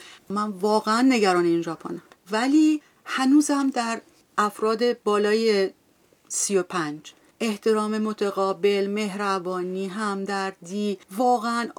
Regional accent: Hamadan, Iran; moved away as an adult; now in Japan; بعد از این همه سال که من خارج زندگی می‌کنم، من انقدر ایرانیم، حتی همدانیم.

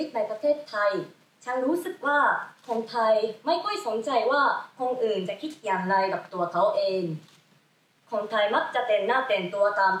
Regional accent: Japan; พวกเราคนญี่ปุ่น

